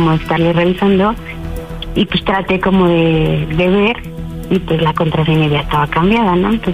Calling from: Cuernavaca, Morelos, Mexico; Tengo 38 años y soy de Cuernavaca.

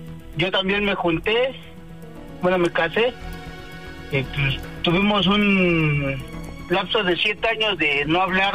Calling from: Xochimilco, Mexico City, Mexico; Tengo 41 años y soy de Xochimilco.

